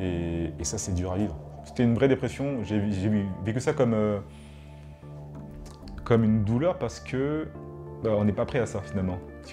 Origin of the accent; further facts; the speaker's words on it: France; La France, c'est un pays que j'adore. C'est mon pays. Enfin, même si je suis pas ici, j'ai grandi en France.